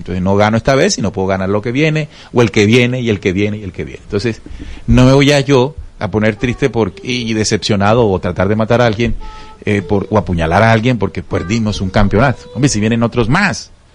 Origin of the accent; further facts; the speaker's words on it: Barranquilla, Atlántico, Colombia; born there; yo soy barranquillero, yo nací en la ciudad de Barranquilla, el equipo de la ciudad en el que nací es el Junior.